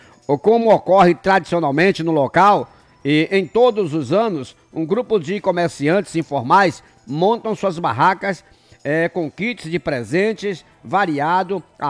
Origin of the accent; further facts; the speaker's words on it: Brazil; Sou brasileiro